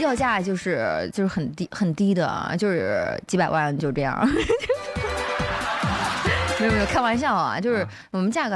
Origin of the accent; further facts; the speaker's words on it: China; 不是我老家那边吗？